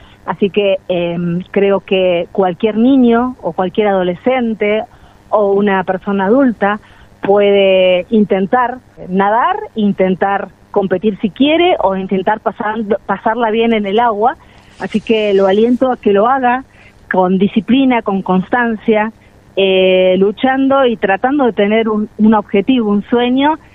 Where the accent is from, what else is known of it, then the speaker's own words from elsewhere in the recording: Argentina; que cantamos eso esas ganas de expresar que somos argentinos y que todo el mundo nos elogia